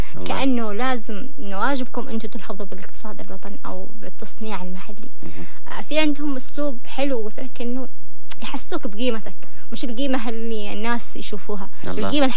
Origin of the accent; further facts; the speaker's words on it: Yemen; لما أنا أشتري منتج من اليمن وقتها أكون مساهم بنهضة بلدي